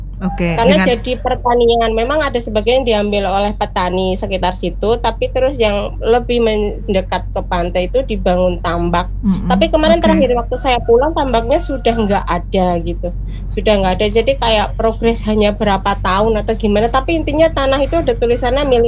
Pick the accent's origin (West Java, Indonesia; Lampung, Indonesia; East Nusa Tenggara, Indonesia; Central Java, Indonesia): Central Java, Indonesia; Cilacap; Yang saya ini dulu semasa saya kecil di desa Pak, saya dari Cilacap.